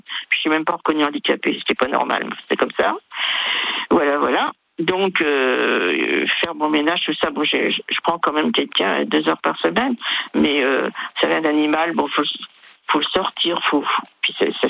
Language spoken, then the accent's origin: French; Brittany, France; born there; also born or lived in Centre region; now in Vendée, France; Moi, je suis bretonne, hein, je suis née en Bretagne